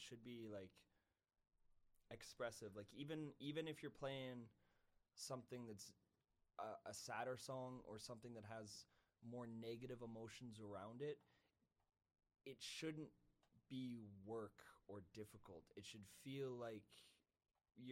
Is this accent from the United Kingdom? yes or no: no; Prince George, British Columbia, Canada; The first song we wrote … is about growing up in Prince George and coming of age and just being in this environment.